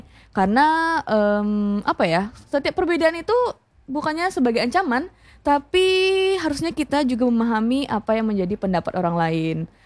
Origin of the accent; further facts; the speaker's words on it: Indonesia; apalagi kita tumbuh di Indonesia yang dimana kita nih berasal dari beda-beda agama gitu.